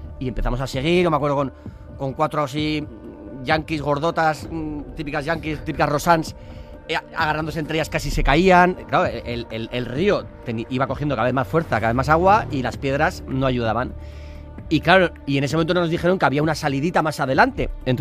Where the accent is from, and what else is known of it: San Sebastián, Basque Country, Spain